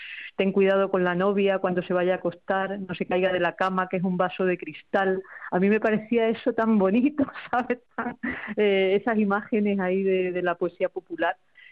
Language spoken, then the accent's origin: Spanish; Extremadura, Spain; pese a que yo soy del Valle del Jerte, que … actuaba muchísimo por la zona